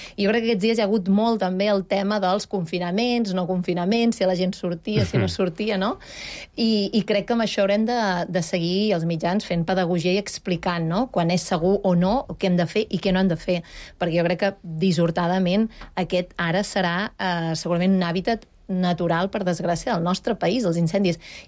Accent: Banyoles, Catalonia, Spain; jo que soc de Banyoles

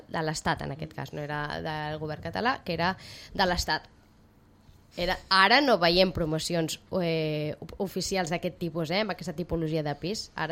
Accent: Sitges, Catalonia, Spain; I són molts que hem passat per allà de canalla i que de Xic Golfs a Sitges ja no en queden.

